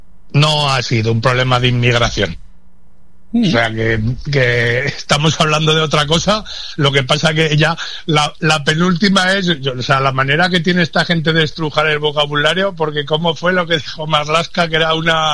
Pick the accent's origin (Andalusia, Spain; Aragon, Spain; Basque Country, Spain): Aragon, Spain; Zaragoza; soy de Zaragoza. 10 años tenía yo cuando ocurrió el atentado de la casa cuartel de aquí de Zaragoza.